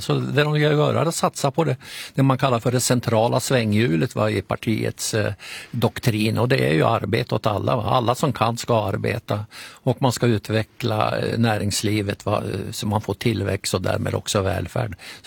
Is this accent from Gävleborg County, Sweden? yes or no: yes; Norrsundet, Gävleborg County, Sweden; moved away; hemma i Norrsundet var det också alla röstar på sossarna